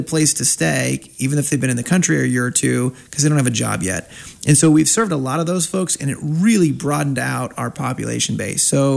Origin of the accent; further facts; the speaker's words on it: United States; born there; as an American born person